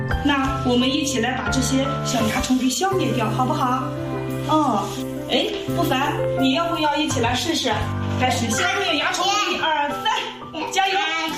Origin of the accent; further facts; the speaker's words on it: Shandong, China; 我们来自山东，希望大家喜欢和支持我们